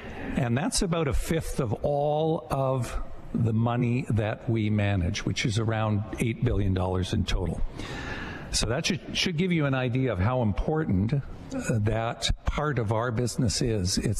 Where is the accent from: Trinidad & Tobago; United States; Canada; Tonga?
Canada; Manitoba; now in Vancouver, Canada; I'm originally from Manitoba, but I am in the Vancouver office of Dixon Mitchell.